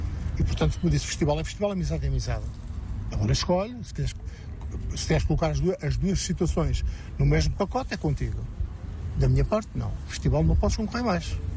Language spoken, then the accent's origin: Portuguese; Murtosa, Centro, Portugal; now in Aveiro, Portugal; E tem que ser na Mortosa, porque é a minha terra-mãe, é a terra que eu amo, é a terra onde eu nasci, embora não viva lá, é a terra onde eu nasci